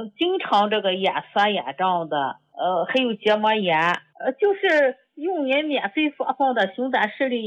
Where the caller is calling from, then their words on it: Shandong, China; 胡老师，我是山东的，我家里还剩下一盒药。